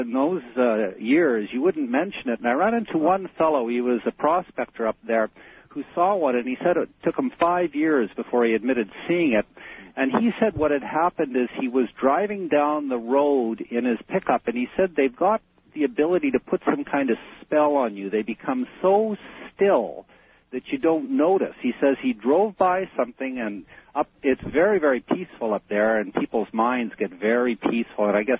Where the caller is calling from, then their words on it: Vancouver, British Columbia, Canada; In Vancouver, Canada.